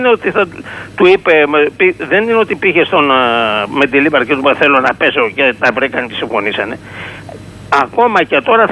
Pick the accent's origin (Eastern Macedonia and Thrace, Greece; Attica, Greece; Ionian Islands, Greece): Attica, Greece; Piraeus; από Πειραιά.